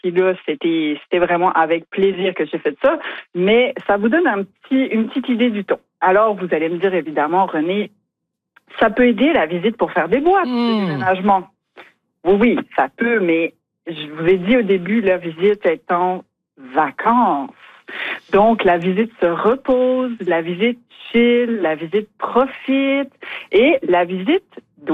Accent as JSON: {"language": "French", "country": "France", "lives_now": "Carleton-sur-Mer, Canada", "said": "C'est vrai, mais vous l'entendez dans mon accent, je suis pas forcément d'ici. Je suis, oui, habitante à Carleton-sur-Mer, mais je suis néo-gaspésienne. Et donc, ma famille, quand elle débarque de France, là, pour me voir, c'est difficile de dire non."}